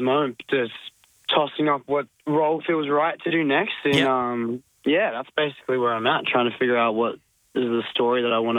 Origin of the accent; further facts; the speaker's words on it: Australia; accent: Australian; like for the chemistry read in my normal accent, probably just getting up to no good. And they're like, do you want to just do it in Australian while you're at it?